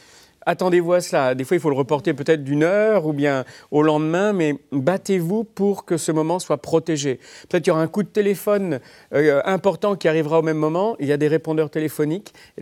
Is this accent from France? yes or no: yes; France